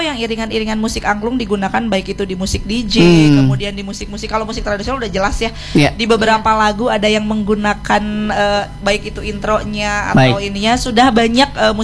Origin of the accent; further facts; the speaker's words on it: West Java, Indonesia; Kita orang Sunda punya nada sendiri namanya daminatilada.